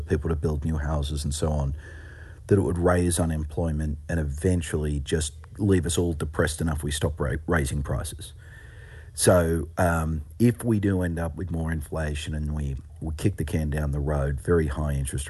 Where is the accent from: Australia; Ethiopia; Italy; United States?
Australia; a more functional democracy like my home country of Australia or Canada